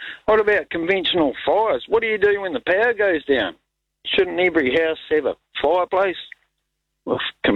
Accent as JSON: {"language": "English", "town": "Spring Creek", "region": "Marlborough", "country": "New Zealand", "tie": "born or raised there", "said": "I come from little town of Spring Creek."}